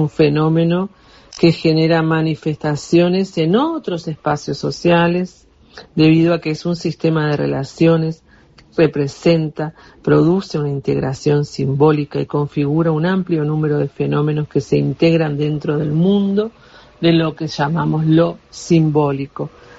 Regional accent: Uruguay; nos importa el fútbol a los uruguayos

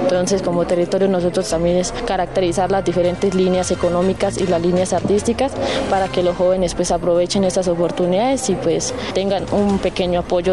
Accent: Jambaló, Cauca, Colombia; como lo somos como territorio de Jambalo

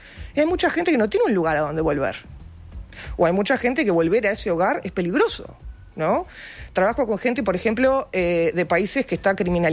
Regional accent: Uruguay; yo creo que como sociedad uruguaya

